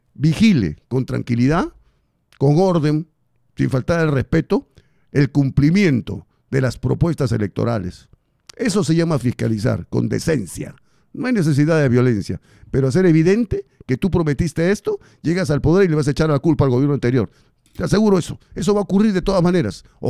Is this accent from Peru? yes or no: yes; Peru; somos los peruanos